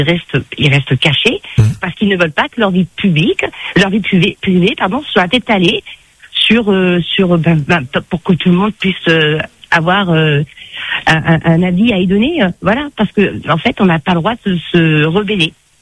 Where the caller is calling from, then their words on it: Réunion; je suis réunionnaise. Hein, mais ils ne sonnent pas comme ça, mais je suis réunionnaise.